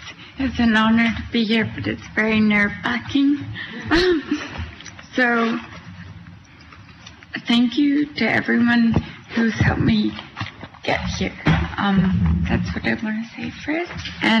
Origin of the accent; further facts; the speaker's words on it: Quebec, Canada; moved away; I'm from Canada. That's where my accent's from. I'm from Quebec.